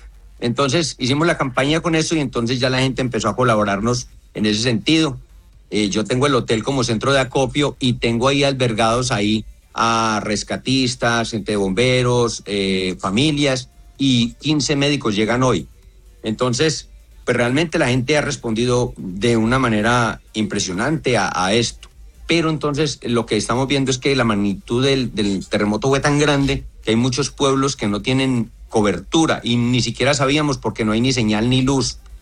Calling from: Pereira, Risaralda, Colombia; como colombianos que somos, que nos caracteriza la unión.

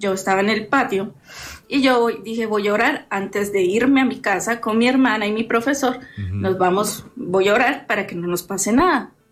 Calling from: Cúcuta, Norte de Santander, Colombia

